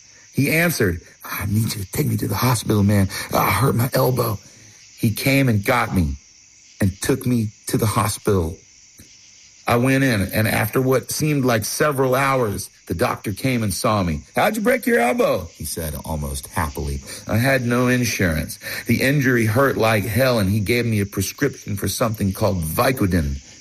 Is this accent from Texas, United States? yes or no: no; Charlotte, North Carolina, United States; I played a bit of basketball. I was from Charlotte.